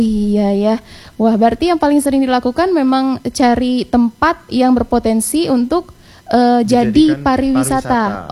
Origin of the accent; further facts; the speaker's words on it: Jambi, Indonesia; Kalau seperti kita yang orang Jambi asli, tahu lahir besar di Jambi, tahu loh di sini ada potensi wisata.